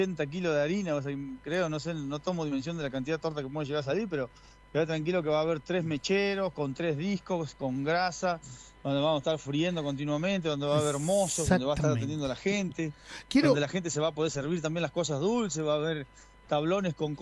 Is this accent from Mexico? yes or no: no; Conesa, Argentina; la mayoría somos de acá de Conesa.